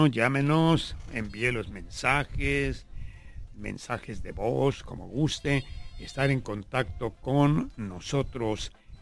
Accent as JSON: {"language": "Spanish", "town": "Puerto Vallarta", "region": "Jalisco", "country": "Mexico", "tie": "born or raised there", "moved": "yes", "lives_now": "Ensenada, Mexico", "said": "allá en mi tierra, en Puerto Vallarta"}